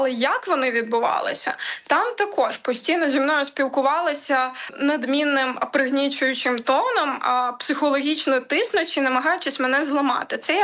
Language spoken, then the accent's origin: Ukrainian; Crimea, Ukraine; moved away; я народилася і росла в Криму, і частина моєї родини до цих пір залишалася в Криму.